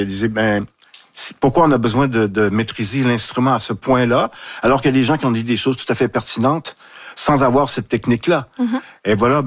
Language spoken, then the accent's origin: French; Saguenay, Quebec, Canada; C'est le milieu d'où je viens. Je viens de Saguenay.